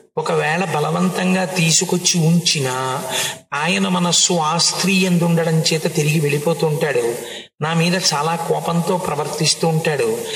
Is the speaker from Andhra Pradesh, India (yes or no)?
yes; Visakhapatnam, Andhra Pradesh, India; born there; నా చిన్నతనంలో నేను విశాఖపట్నంలో ఒక ఇంట్లో ఉండేవాడిని.